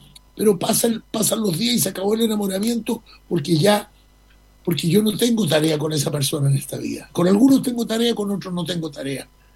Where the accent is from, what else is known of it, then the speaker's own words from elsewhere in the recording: Rivadavia, Coquimbo, Chile; born there; Es que yo nací en Rivadavia, en el Valle del Elqui.